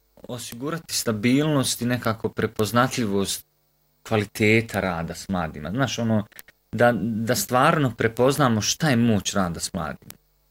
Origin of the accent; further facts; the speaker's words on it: Republika Srpska, Bosnia & Herzegovina; Mislim, i sama znaš, mi dolazimo iz mjesta, iz Semberije.